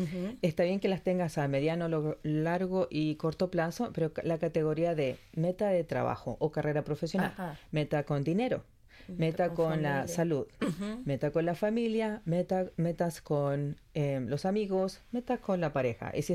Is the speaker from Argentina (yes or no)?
no; Chile; Entonces ya el español es muy diferente. Yo soy chilena. Por tanto, ya tenía que empezar a hablar un español más neutro.